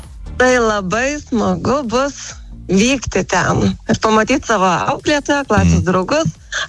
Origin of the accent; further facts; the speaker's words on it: Šiaulėnai, Šiauliai County, Lithuania; now in Alytus, Lithuania; Aš gyvenu dabar Alytuje, o važiuosiu į Radviliškio rajoną. Ten yra toks mano gimtasis miestelis Šiaulėnai.